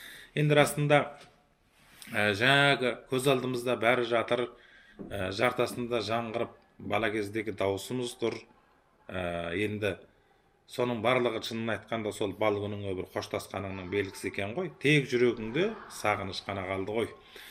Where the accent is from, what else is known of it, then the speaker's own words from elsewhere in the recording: Fukang, Xinjiang, China; moved away; Өйткені енді осы кісінің де туған жері, менің де туған жерім осы Фукан қаласының Аққала ауылының негізі қыстаулық жері.